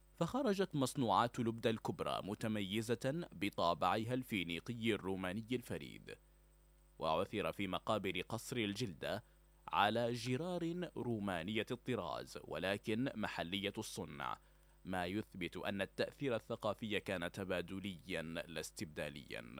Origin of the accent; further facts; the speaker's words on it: Libya; على أرض بلادنا ليبيا